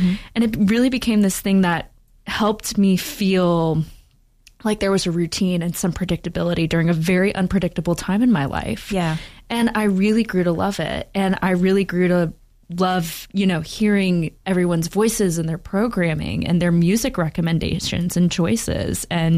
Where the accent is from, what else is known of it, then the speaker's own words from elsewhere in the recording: Knoxville, Tennessee, United States; So I actually started, yes, I'm from Knoxville